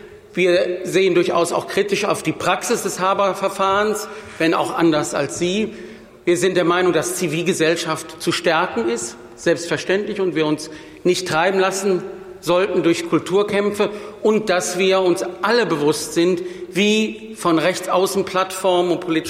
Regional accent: Wuppertal, North Rhine-Westphalia, Germany; Ich komme aus der Stadt Wuppertal.

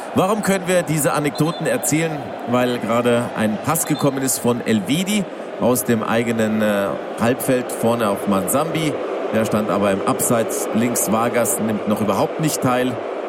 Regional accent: Germany; aber allein mein deutsches Naturell sagt mir, wir laufen als Deutsche gerne in unser Verderben

